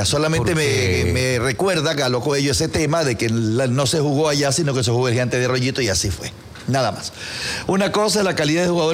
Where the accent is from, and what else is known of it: Ecuador